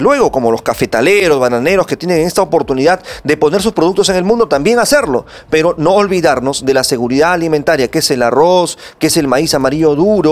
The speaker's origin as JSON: {"language": "Spanish", "country": "Peru", "said": "Si ellos son peruanos, nosotros también somos peruanos"}